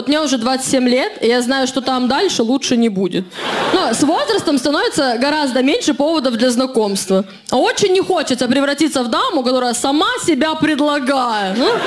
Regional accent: Khabarovsk, Khabarovsk Krai, Russia; Ну, потому что я из Хабаровска, у меня там уже был вот этот чувак

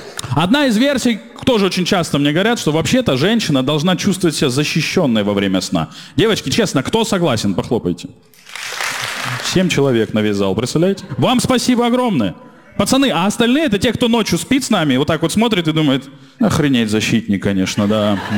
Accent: Rostov-on-Don, Rostov Oblast, Russia; moved away as an adult; now in Moscow, Russia; Так, слушайте, я женат, и так получилось, что я из Ростова, но я уже 5 лет живу и работаю в Москве.

